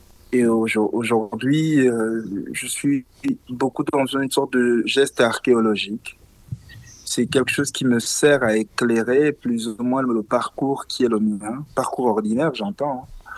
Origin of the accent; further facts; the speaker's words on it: Gabon; je vais quitter ma ville natale. Je vais m'installer dans une autre ville pour le lycée à Libreville, à la capitale.